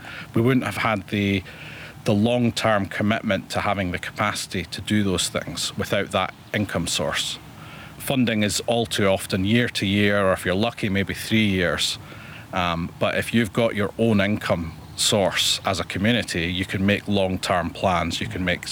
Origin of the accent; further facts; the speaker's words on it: Tiree, Scotland, United Kingdom; I'm from Tyree.